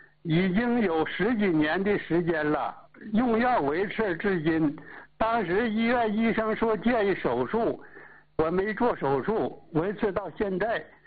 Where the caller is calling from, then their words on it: Changchun, Jilin, China; 家在长春双阳。